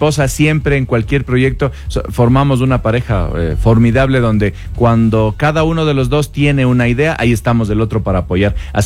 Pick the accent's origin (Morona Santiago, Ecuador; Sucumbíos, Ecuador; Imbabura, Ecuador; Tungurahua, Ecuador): Imbabura, Ecuador; Ibarra; Cuando yo estaba muy chiquito aquí en Ibarra, viajábamos bastante a Quito porque los familiares de mi mamá vivían por allá y trasladábamos allá. Pero yo siempre, querendón de mi tierra